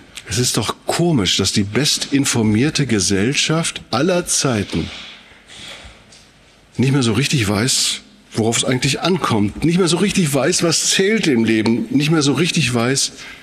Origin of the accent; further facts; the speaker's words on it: North Rhine-Westphalia, Germany; Bei uns im Sauerland, wo wir drei herkommen, Da hat man früher manchmal gesagt und vielleicht heute auch noch manchmal, wenn das unsere Oma noch wüsste.